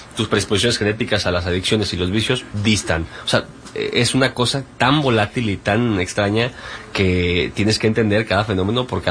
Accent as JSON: {"language": "Spanish", "country": "Mexico", "tie": "born there", "said": "Nací en México y no vengo de dinero, no tengo amigos con lana."}